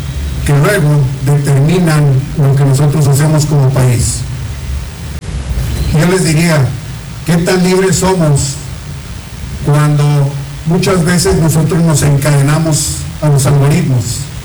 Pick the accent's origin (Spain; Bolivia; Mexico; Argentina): Mexico